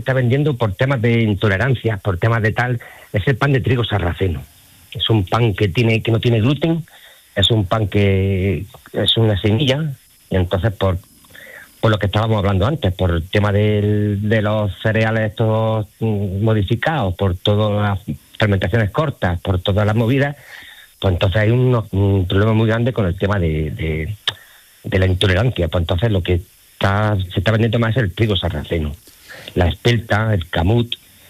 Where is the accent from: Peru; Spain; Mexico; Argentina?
Spain; Andalusia; los andaluces no conseguimos el pan ácido